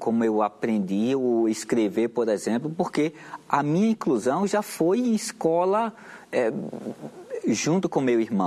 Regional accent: Maceió, Alagoas, Brazil; born there; accent: nordestino; O sotaque não nega, né? Que sou nordestino puro.

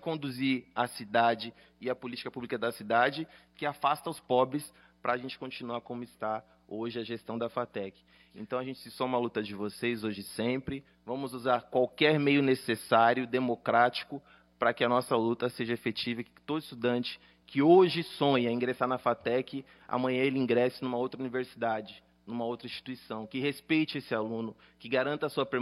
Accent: São Paulo, Brazil; born there; eu sou da Zona Leste de São Paulo, eu nasci no Jardim dos Ipês, um lugar que, de jardim de Ipê, nunca teve nada, então era favela quebrada.

